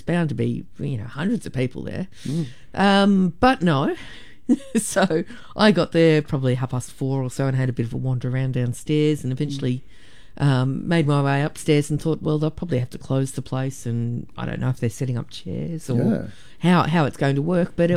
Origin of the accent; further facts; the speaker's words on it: Geelong, Victoria, Australia; in my hometown